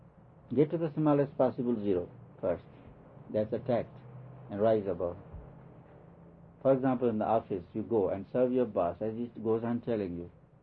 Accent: India; now in United States

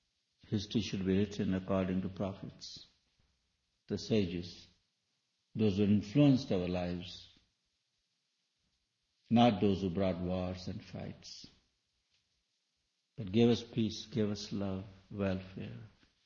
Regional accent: India; because I'm from India

